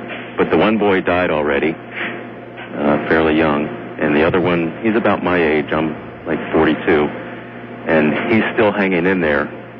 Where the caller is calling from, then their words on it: Harrisburg, Pennsylvania, United States; I'm calling from Harrisburg, Pennsylvania.